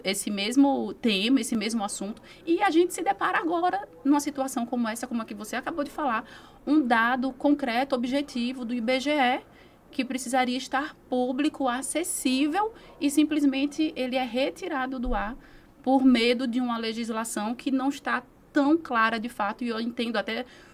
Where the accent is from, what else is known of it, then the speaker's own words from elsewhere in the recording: Sergipe, Brazil; moved away; Eu sou de Sergipe, falo isso sempre com muito orgulho. Eu vim de uma outra realidade.